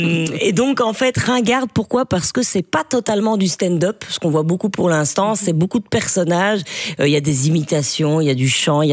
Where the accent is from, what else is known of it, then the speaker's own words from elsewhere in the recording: Charleroi, Wallonia, Belgium; Et c'était compliqué à une période de dire je viens de Charleroi et de l'assumer. Maintenant, je le clame, je le crie haut et fort. Je suis fière de ma ville. Je suis fière de venir de là.